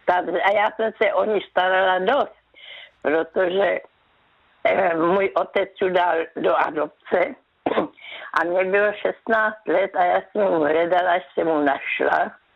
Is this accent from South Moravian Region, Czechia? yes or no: yes; Brno, South Moravian Region, Czechia; Já jsem byla z Brna